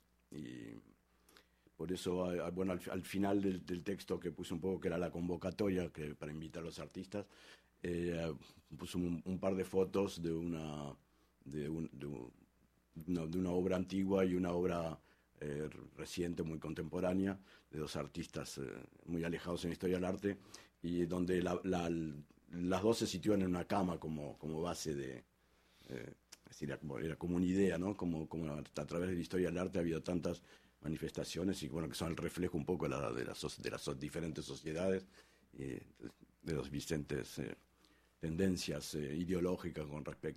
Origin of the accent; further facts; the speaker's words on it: Argentina; no sé, en mi país, en Argentina, o y acá también, a veces la gente les critica a los políticos que tal vez sean un poco más calmos